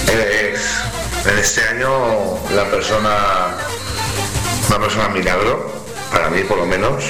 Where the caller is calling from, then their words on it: Valencia, Valencian Community, Spain; de Valencia